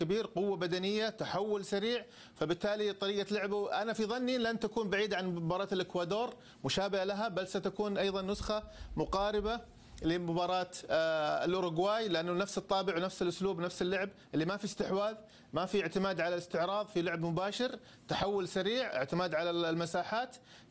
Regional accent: Saudi Arabia; كفريق منافس لنا كسعوديين،

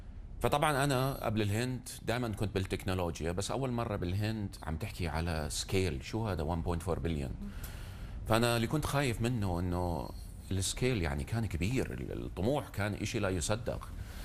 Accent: Jordan; born there; يعني أنا انولدت بالأردن، عيلتي نص عيلتي كلها شركسية، نص عيلتي أردنية.

